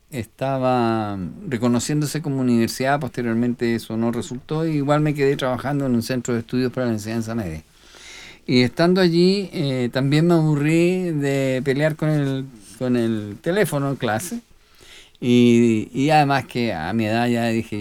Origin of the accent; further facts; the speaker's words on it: Pucón, Araucanía, Chile; now in Panguipulli, Chile; me iba a ir a mi tierra natal, que es Pucón.